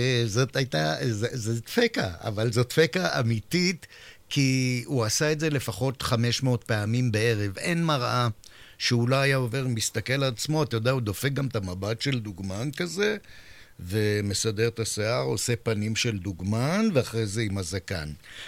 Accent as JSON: {"language": "Hebrew", "town": "Holon", "region": "Tel Aviv District", "country": "Israel", "said": "אני חולוני"}